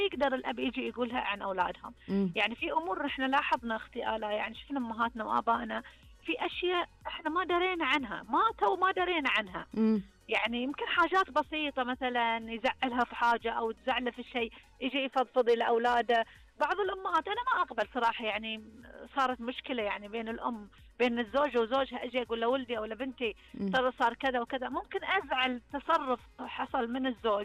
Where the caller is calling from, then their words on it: Eastern Province, Saudi Arabia; احنا نقال عندنا هنا في الشرقيه